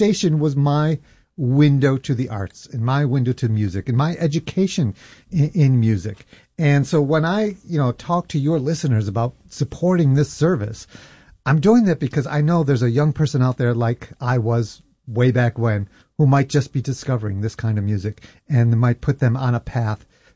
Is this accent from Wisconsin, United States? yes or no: no; Brockport, New York, United States; I grew up out in Brockport. My parents were working class parents.